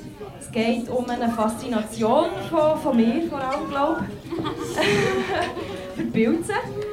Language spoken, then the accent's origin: German; Bern, Switzerland; Hallo zusammen! Wir kommen aus Bern und sind hier ein Punk-Rap machen für euch.